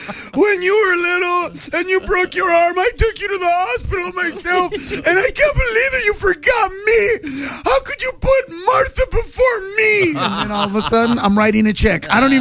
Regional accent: Honduras; yeah, but I'm not Mexican. I'm actually from Honduras.

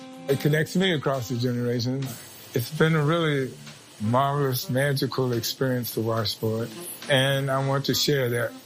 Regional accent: Petersburg, Virginia, United States; born there; I was born in Petersburg, Virginia. I was born in 43, so that was prime time segregation.

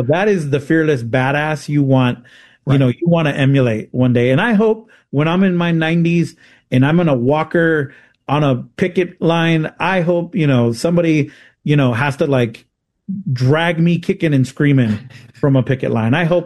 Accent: El Paso, Texas, United States

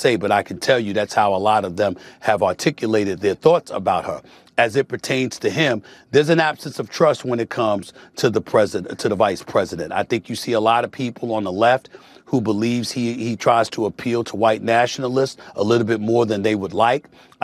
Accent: New York, United States; I'm here to tell you as a New Yorker that Andrew Cuomo, a three-term governor in the state of New York, could have easily handled the job of governing New York City as its mayor.

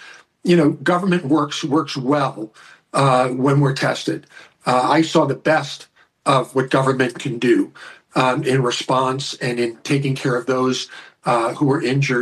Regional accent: New York, United States; I'm from New York.

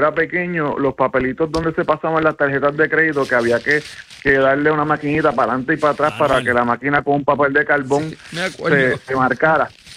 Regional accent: Ponce, Puerto Rico; Yo soy de Ponce.

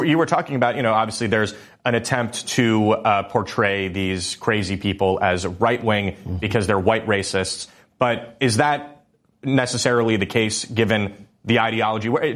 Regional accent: United States; which I feel like, as an American, we should be proud

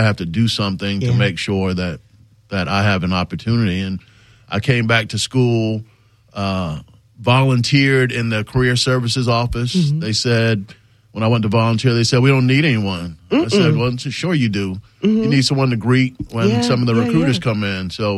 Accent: Richmond Heights, Florida, United States; also born or lived in Panama; I'm originally from Panama in Central America, but when we moved here to America, we moved to Richmond Heights, a home that my mother still lives in today. And, you know, growing up in Richmond Heights

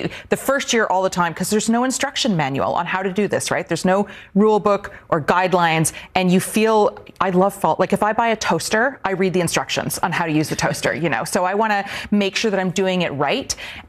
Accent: Canada; moved away as an adult; now in Iceland; I grew up in Canada

